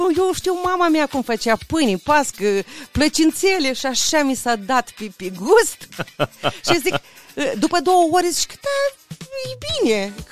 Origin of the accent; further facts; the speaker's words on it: Moldova